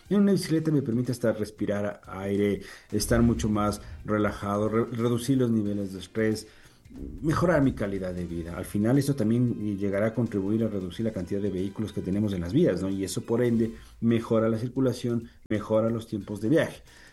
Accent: Quito, Pichincha, Ecuador; dejar el sedentarismo como quiteños

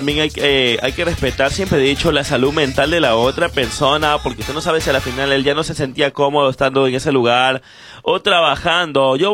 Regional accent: Peru; now in Ecuador; A mí me encanta mucho la comida acá de Ecuador, recuerde que yo soy peruana.

